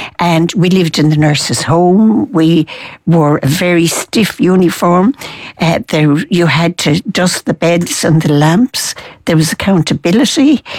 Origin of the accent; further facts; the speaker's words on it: Fethard, Tipperary, Ireland; I'm from Tip. I was reared in the valley near Slievenamon, where we had those awful fires recently. I came from Feathert.